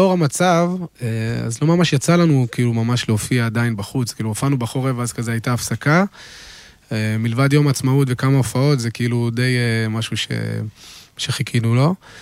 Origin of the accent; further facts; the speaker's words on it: Jerusalem, Jerusalem District, Israel; בתור ירושלמי